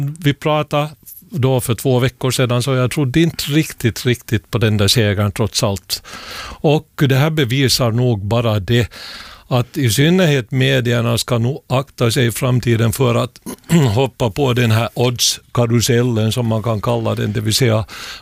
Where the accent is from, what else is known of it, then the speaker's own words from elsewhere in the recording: Finland; vi finländare